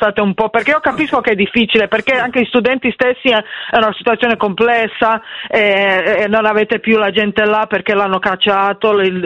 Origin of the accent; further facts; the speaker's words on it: Split, Split-Dalmatia County, Croatia; now in Milan, Italy; sono di Spalato.